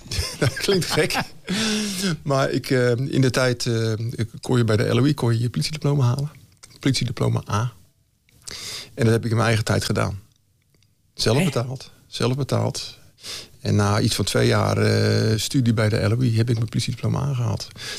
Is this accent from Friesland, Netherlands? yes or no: no; Katwijk, South Holland, Netherlands; En mijn vader die kreeg uiteindelijk een baan in Katwijk als leraar. De Juliane MAVO. En daar heb ik de eerste jaren van mijn leven doorgebracht.